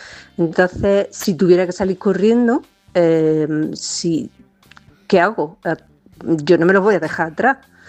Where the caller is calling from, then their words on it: Granada, Andalusia, Spain; vivo en Granada